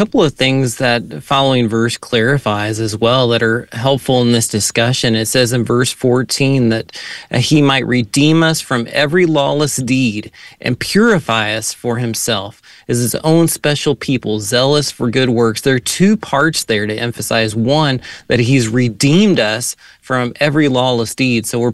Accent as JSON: {"language": "English", "country": "United States"}